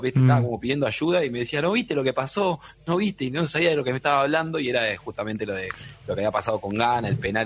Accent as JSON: {"language": "Spanish", "country": "Argentina", "also_born_or_lived": "Dominican Republic", "moved": "as an adult", "said": "vivir un mundial siendo argentino en el extranjero"}